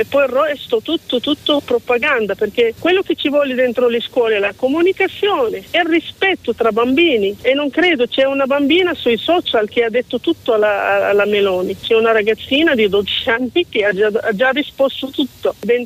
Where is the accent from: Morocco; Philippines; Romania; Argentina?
Morocco; Italian is a second language; now in Italy; Io sono marocchina e parlo della cultura dove sono cresciuta